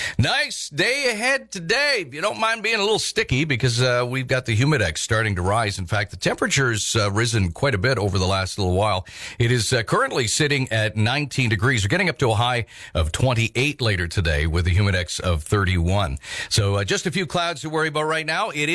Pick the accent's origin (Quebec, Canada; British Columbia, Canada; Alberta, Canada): Alberta, Canada; I'm not afraid to say I love being from Alberta and I love being Canadian. This is who I've been my whole life.